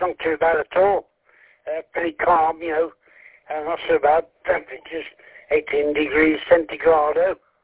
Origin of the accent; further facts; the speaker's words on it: Stoke-on-Trent, West Midlands, United Kingdom; That's what we would say in the Potteries, right? And, you know, Central England, we call everybody Doug.